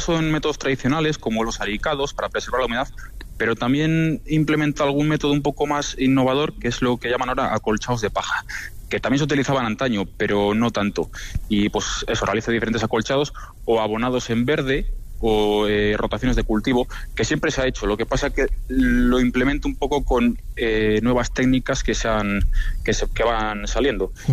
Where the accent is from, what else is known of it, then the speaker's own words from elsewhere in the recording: Villalcázar de Sirga, Castile and León, Spain; tengo 27 años y vengo de un pueblo muy pequeñito de Tierra de Campos, de Palencia. Uh-huh. Se llama Villalcázar de Sirga.